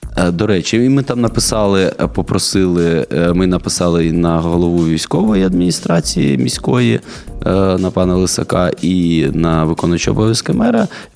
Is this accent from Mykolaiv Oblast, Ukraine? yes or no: no; Luhansk Oblast, Ukraine; now in Odesa, Ukraine; коли я там народився, виріс в Луганській області, я завжди в дитинстві мріяв жити біля моря.